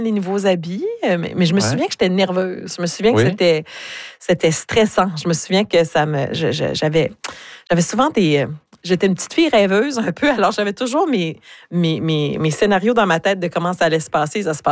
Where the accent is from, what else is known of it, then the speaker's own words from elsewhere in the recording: Burnsville, New Brunswick, Canada; born there; partir de chez nous à Burnsville jusqu'à Paquetteville, puis après ça jusqu'à Caraquet.